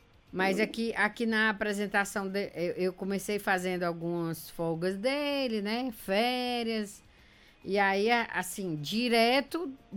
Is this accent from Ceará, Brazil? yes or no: yes; Ceará, Brazil; Eu sou do Ceará.